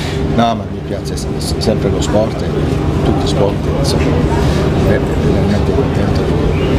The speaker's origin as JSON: {"language": "Italian", "country": "Monaco"}